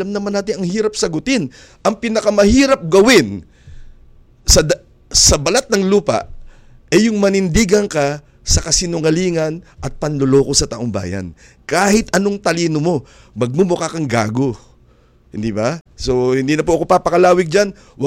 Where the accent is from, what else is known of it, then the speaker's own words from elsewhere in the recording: Pasig, Metro Manila, Philippines; doon pa sa bayan namin sa Pasig